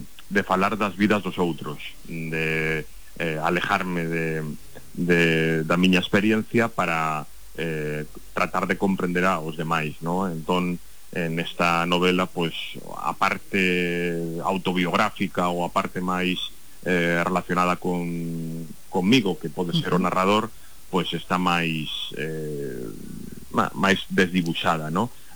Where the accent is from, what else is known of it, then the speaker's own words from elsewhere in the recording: Barcelona, Catalonia, Spain; Galician is a second language; Eu veño de Barcelona.